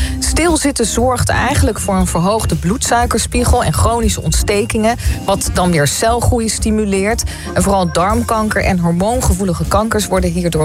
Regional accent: Netherlands; wij zitten als Nederlander 8,8 uur per werkdag.

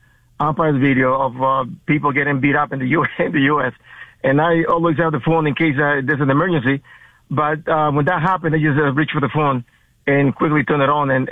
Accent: Dominican Republic; now in United States; in the Caribbean where I grew up in the Dominican Republic, this is part of life.

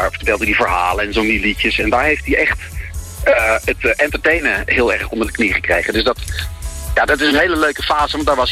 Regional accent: Utrecht, Netherlands; accent: Amsterdam; Ik ben gewoon geen oorspronkelijke Amsterdammer. Ik kom zelfs uit Utrecht.

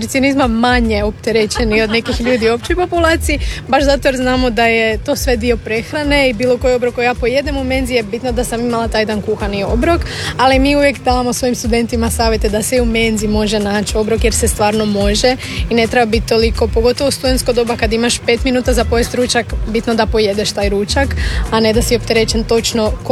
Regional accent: Rijeka, Primorje-Gorski Kotar County, Croatia; ja sam iz Rijeke, pa kao malo više moru naginjem

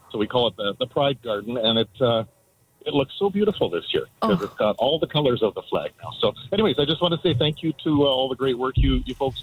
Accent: Edmonton, Alberta, Canada; I'm actually from Edmonton.

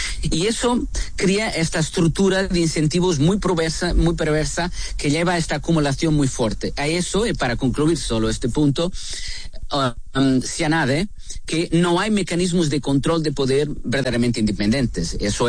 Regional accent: Portugal; Spanish is a second language; yo soy europeo, soy portugués

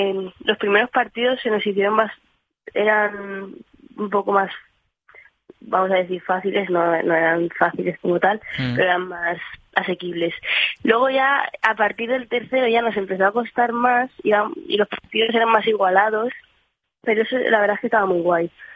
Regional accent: Castellón province, Valencian Community, Spain; born there

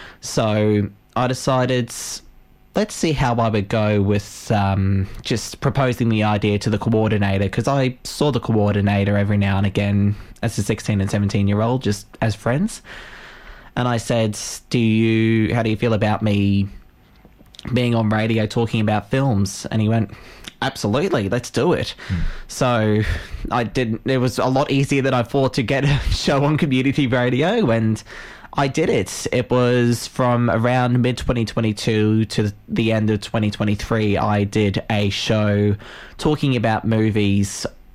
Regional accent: Queensland, Australia; now in Launceston, Australia; It wasn't here in Launceston. It was up in my hometown in regional Queensland.

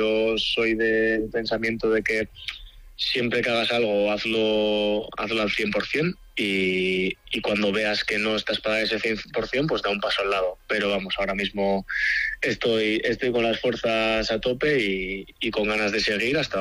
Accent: Basque Country, Spain; yo en ese momento jugaba en un club de barrio de mi pueblo y bueno, pues tenía tiempo los fines de semana, de estudios iba bien, lo sacaba sin problemas y era como, joder, pues tengo tiempo el finde y vi una noticia en la web de la Federación Guipuzcoana

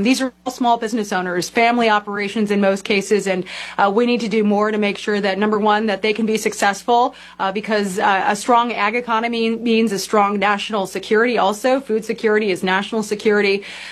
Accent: West Des Moines, Iowa, United States; also born or lived in Los Angeles; Yeah, nope, I'm a Des Moines area native. I grew up in West Des Moines. I went to Valley High School. I'm a Valley Tiger, class of 2001.

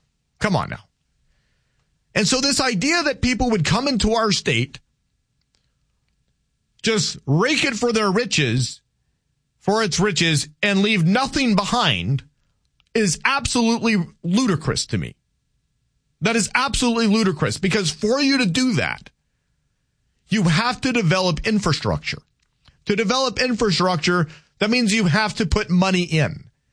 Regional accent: Louisiana, United States; now in North Dakota, United States; Remember, I'm the Cajun guy. Remember, I'm the fella that's been here for 17 years up from Louisiana, and I made it.

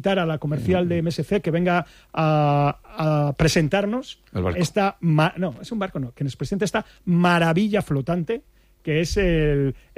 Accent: Spain; Y yo, como soy español, es un barco que han hecho para los españoles.

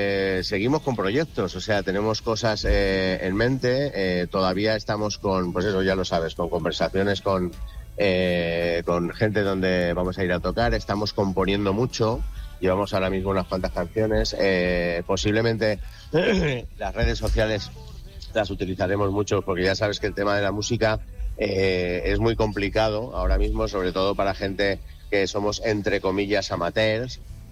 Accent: Aragon, Spain; somos de Aragón y la tierra tira mucho, macho.

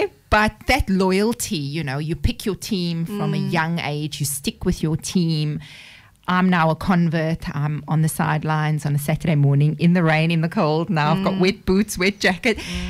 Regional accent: Cape Town, Western Cape, South Africa; now in Barossa, Australia; And I grew up on the Cape Flats in South Africa. And my mother still lives on that same street where I played barefoot sports with my friends on tarred roads.

